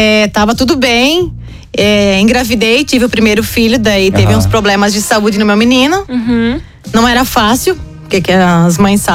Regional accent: Chapadão do Lajeado, Santa Catarina, Brazil; a minha comunidade natal é do Figueiredo, que hoje pertence pro município do Chapadão do Lajeado. Meus pais ainda moram no mesmo local.

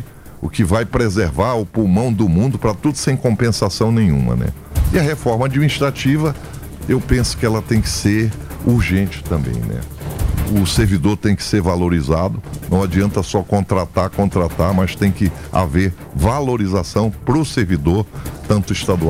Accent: Amazon, Brazil; nós somos da Amazônia

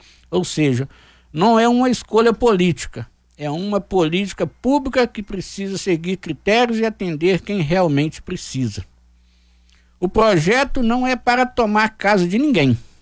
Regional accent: Minas Gerais, Brazil; born there; lá em Silveira Carvalho, onde eu nasci

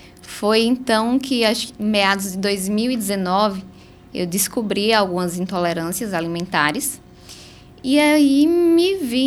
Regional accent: Bahia, Brazil; eu sou da Bahia, mas também tenho clientes aqui em Sergipe.

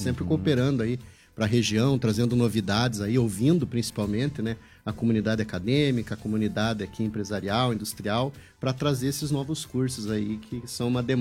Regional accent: Telêmaco Borba, Paraná, Brazil; Eu que sou de Telêmaco Borba

